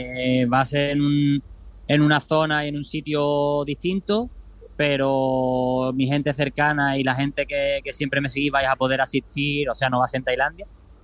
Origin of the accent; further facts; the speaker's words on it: Cádiz, Andalusia, Spain; now in Thailand; empiezo en Cádiz, tengo todo el mes por toda España, pero tenía que empezar en mi tierra, que la verdad que se echa mucho de menos